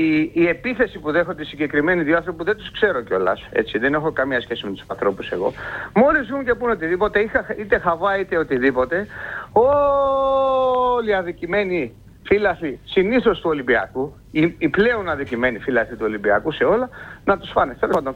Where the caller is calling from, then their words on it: Greece; Τυχαίνει να είμαι ένας Έλληνας πολίτης